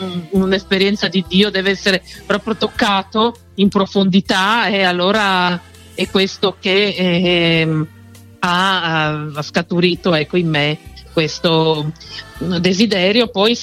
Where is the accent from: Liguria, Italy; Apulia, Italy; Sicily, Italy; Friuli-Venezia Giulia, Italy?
Friuli-Venezia Giulia, Italy; Pordenone; perché sono originaria di Pordenone, no?